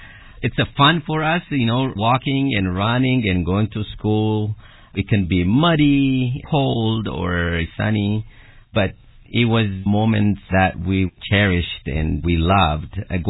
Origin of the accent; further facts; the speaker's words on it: Sidama, Ethiopia; first language Sidamo; English is a second language; in Sidaminya, which is my mother tongue language